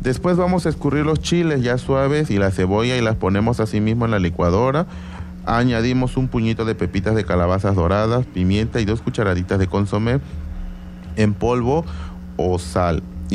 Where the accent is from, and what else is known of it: Tabasco, Mexico